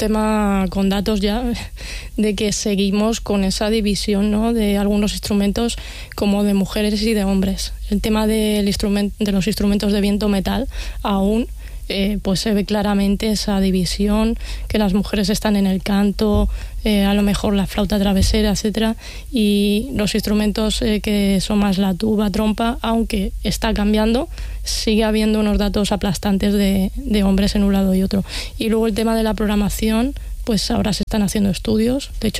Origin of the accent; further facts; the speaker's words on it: Puertollano, Castilla-La Mancha, Spain; Bueno, yo soy manchega, soy de Puerto Llano, de Ciudad Real.